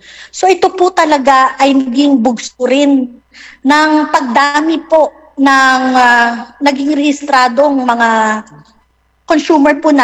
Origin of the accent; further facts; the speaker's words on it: Puerto Galera, Mimaropa, Philippines; sa amin po sa bayan namin